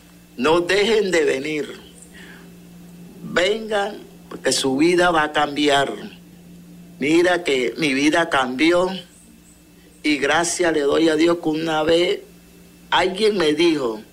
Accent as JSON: {"language": "Spanish", "town": "San Miguelito", "region": "Panamá", "country": "Panama", "said": "Yo soy de San Miguelito"}